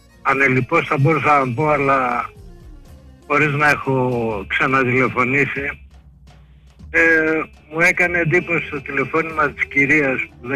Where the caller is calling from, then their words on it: Asprovilo, Greece; από Ασπρόβιλο.